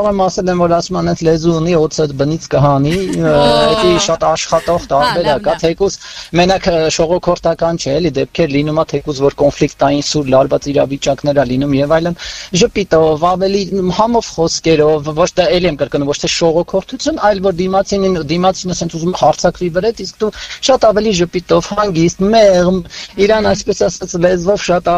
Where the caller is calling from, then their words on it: Yerevan, Armenia; Երևանից եմ